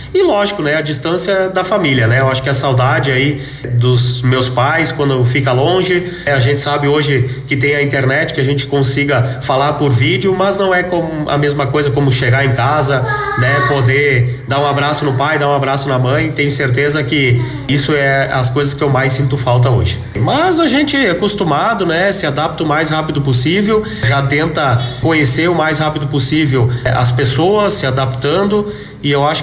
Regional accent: Roca Sales, Rio Grande do Sul, Brazil; moved away as an adult; as minhas raízes que eu sempre criei em Roca Salles, né? Eu sempre que posso venho aqui, visito a região, visito meus amigos, conhecidos

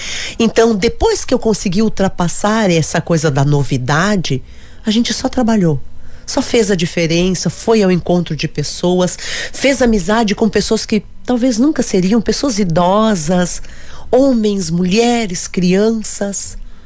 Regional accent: Roca Sales, Rio Grande do Sul, Brazil; moved away; eu sempre digo, eu saí de Roca Salles, mas Roca Salles não saiu de mim, porque são muitos anos, é uma vida constituída ali, né?

